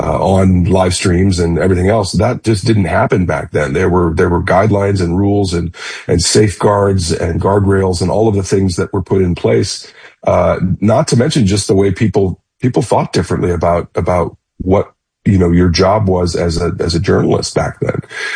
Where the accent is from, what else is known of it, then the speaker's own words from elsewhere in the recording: St. Louis, Missouri, United States; Again, like I said, I grew up in St. Louis in the 70s. We had KMOX radio for the news.